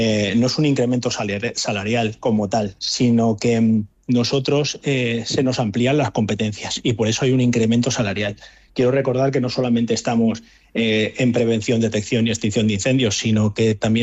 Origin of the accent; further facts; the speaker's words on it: Ávila, Castile and León, Spain; ahora, en mi tierra, en Ávila, los incendios más grandes de España.